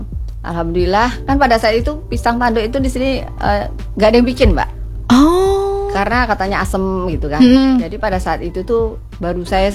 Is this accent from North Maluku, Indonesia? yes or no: no; Tanjung Pinang, Riau Islands, Indonesia; born there; also born or lived in Klaten, Central Java / Solo, Central Java